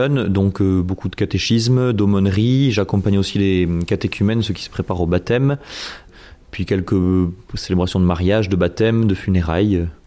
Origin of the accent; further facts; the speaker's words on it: Mende, Occitanie, France; j'ai grandi à Mende, j'ai fait ma scolarité à Mende, je suis vraiment lozérien